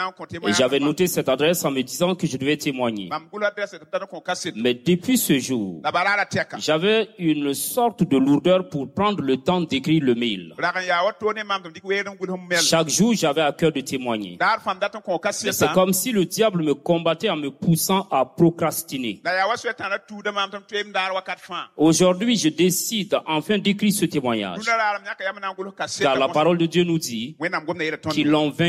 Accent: DR Congo; now in Belgium; Je vis en Belgique. Mais je suis originaire de la RDC.

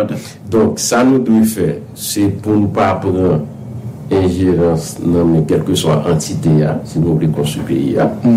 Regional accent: Haiti

